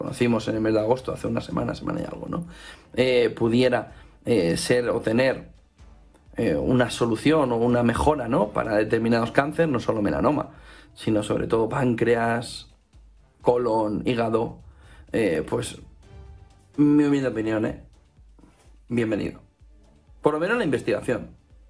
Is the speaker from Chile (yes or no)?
no; Alicante, Valencian Community, Spain; Todo en Alicante, en mi tierra, es pan de todos los días, de todos los veranos.